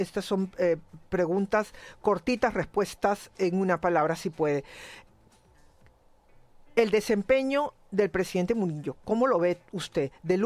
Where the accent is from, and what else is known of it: Peru